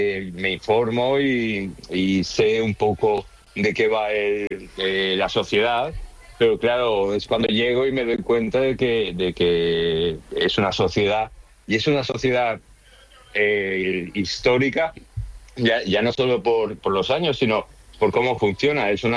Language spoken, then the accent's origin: Spanish; Valencian Community, Spain